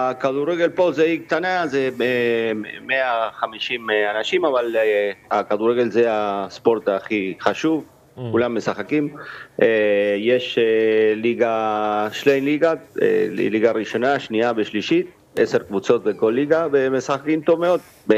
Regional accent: Argentina; moved away as an adult; now in Curaçao; אני ארגנטינאי. אני ארגנטינאי. ארגנטינאי, שיחקתי בארגנטינה

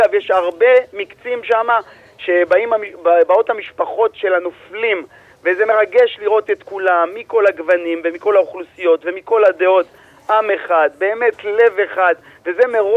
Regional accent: Beersheba, Southern District, Israel; אני נולדתי בבאר שבע, נולדתי, גדלתי, התחנכתי

